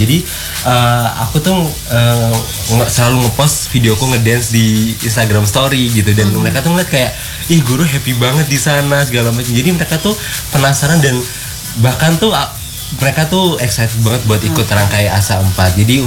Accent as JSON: {"language": "Indonesian", "town": "Surabaya", "region": "East Java", "country": "Indonesia", "tie": "born or raised there", "said": "aku tuh ngerasa ketika aku di kotaku Surabaya, aku tuh gak pernah makan bareng sama keluarga yang bener-bener seintens itu"}